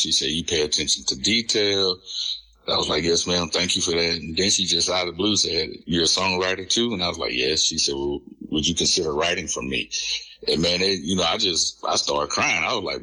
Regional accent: Canyon, Texas, United States; there in my hometown, the university there, West Texas A&M University, they wanted to put together a Black History program.

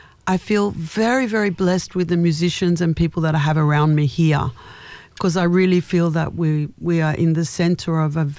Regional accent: Australia; us Australians are very receptive to different influences

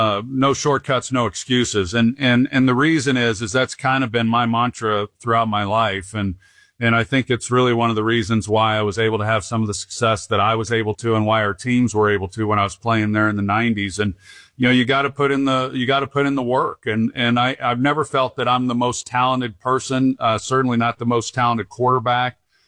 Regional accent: Oklahoma, United States; I grew up in Oklahoma when my family moved there when I was 12 years old.

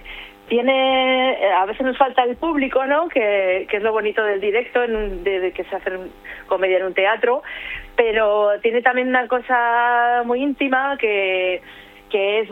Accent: Pamplona, Navarre, Spain; Yo soy de Pamplona, me acuerdo de una noticia de Pamplona

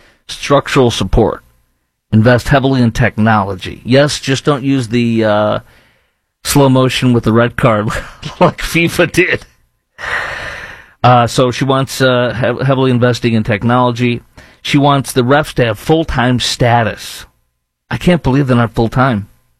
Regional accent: Chicago, Illinois, United States; now in Dallas-Fort Worth, United States; in North Texas, where I'm sitting in Dallas-Fort Worth, obviously my hometown is Chicago

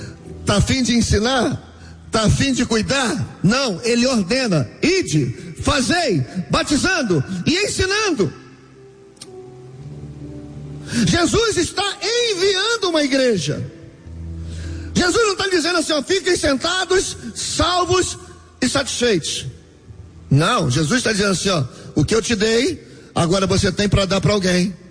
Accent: Nova Iguaçu, Rio de Janeiro, Brazil; Eu sou de Nova Iguaçu

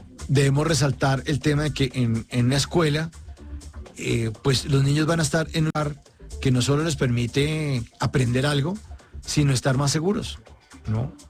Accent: Bogotá, Colombia; yo crecí en Bogotá, en una familia de clase media

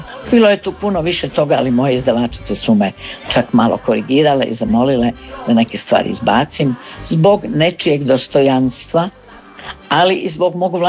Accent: Zagreb, City of Zagreb, Croatia; jer ja sam rođena u Zagrebu, ja sam rođena na periferiji Zagreba, ja sam Zagreb proživjela na periferiji, jedno od najljepših djetinjstva što možete zamisliti.

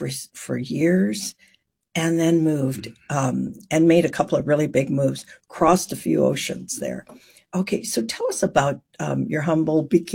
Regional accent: Hawaii, United States; I'm from Hawaii, so mm-hmm. you know, we speak English.

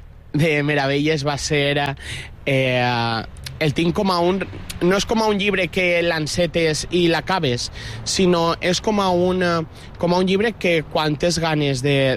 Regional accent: Valencian Community, Spain; els valencians com a... tinguem una cosa molt bonica, que és l'idioma, tinguem el valencià

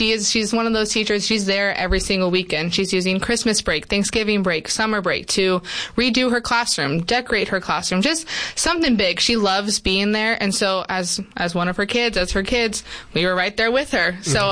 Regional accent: Yuma, Arizona, United States; born there; I am from here.

